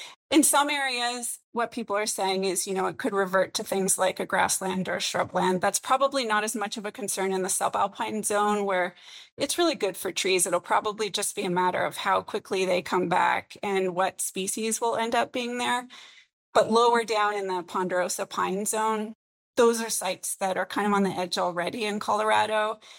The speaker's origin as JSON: {"language": "English", "region": "British Columbia", "country": "Canada", "tie": "born or raised there", "said": "And I grew up in British Columbia. So fire is part of my life experience."}